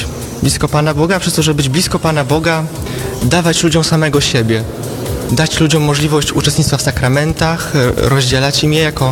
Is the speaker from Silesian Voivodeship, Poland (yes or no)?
no; Myślice, Warmian-Masurian Voivodeship, Poland; Pochodzę z parafii Myślice pod zdaniem świętego Antoniego Padewskiego.